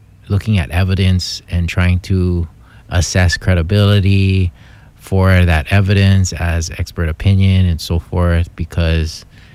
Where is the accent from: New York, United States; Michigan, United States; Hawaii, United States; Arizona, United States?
Hawaii, United States; my responsibility as a Hawaiian